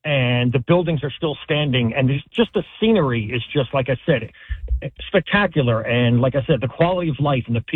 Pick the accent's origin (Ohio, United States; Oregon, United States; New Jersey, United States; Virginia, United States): New Jersey, United States; Yes, I was born and raised in New Jersey my whole entire life.